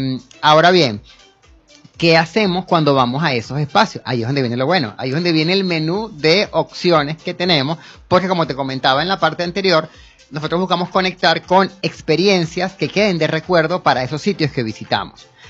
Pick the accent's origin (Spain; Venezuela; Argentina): Venezuela; una arepa que nos representa como venezolanos